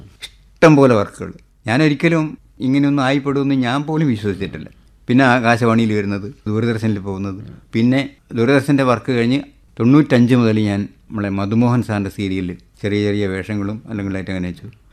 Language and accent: Malayalam; Kozhikode, Kerala, India; സാറേ ഞാൻ കോഴിക്കോടുകാരനാണ്